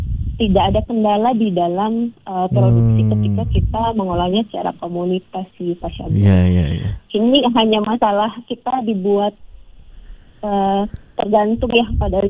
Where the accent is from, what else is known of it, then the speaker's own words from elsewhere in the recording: Makassar, South Sulawesi, Indonesia; halo Pak Wibi, saya juga dari Makassar.